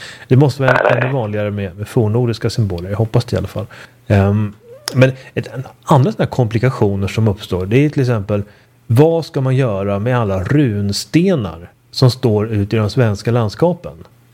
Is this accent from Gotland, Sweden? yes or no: no; Uppsala County, Sweden; till exempel där jag växte upp utanför Uppsala, där kan man tycka att det är väldigt mycket runstenar i landskapet.